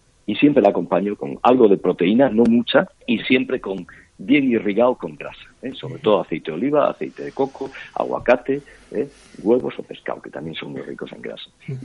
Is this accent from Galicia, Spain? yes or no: yes; Galicia, Spain; en Galicia, que es mi tierra